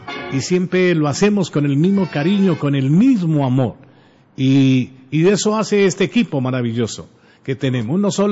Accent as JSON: {"language": "Spanish", "country": "Colombia", "tie": "born there", "said": "yo soy orgullosamente hispano, orgullosamente latino, hablo orgullosamente este castellano, dicen en la calle este español, y nací en una tierra maravillosa, en la puerta Suramérica, en una tierra donde es lleno de verde, de café"}